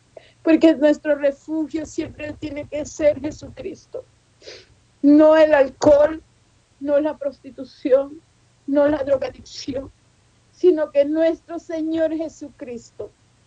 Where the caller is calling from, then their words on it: Guatemala; Yo soy de Guatemala